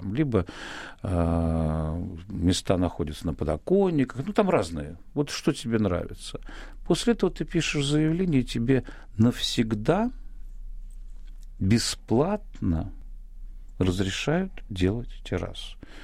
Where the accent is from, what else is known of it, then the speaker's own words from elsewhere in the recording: Saint Petersburg, Russia; Я вырос на Невском. Для меня Невский — это все.